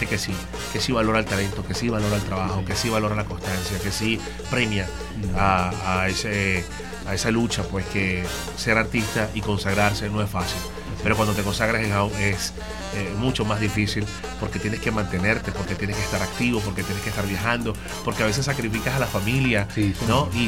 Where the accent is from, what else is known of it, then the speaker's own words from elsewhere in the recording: Ciudad Bolívar, Bolívar, Venezuela; en Ciudad Bolívar, debo decir con propiedad que nosotros somos oriundos de allá.